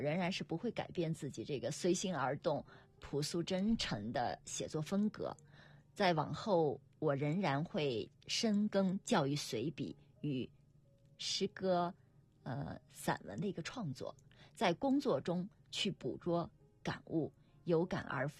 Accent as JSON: {"language": "Chinese", "region": "Shaanxi", "country": "China", "said": "我们安塞"}